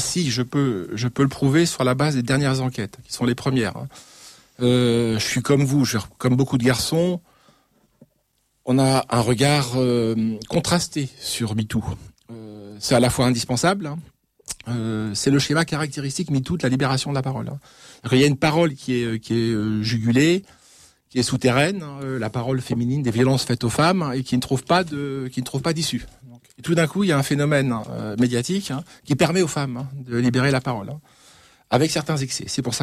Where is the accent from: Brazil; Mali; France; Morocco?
France; en tant que Blancs, en tant que Français, en tant qu'Européens